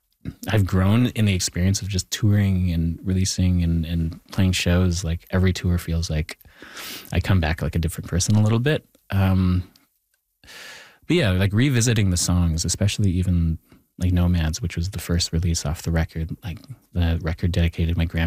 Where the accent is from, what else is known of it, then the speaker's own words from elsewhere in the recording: Thunder Bay, Ontario, Canada; And I bring that back even to growing up in Thunder Bay where, like, you know, it There is like, you know, a lot of tensions between the Indigenous and non-Indigenous communities up there.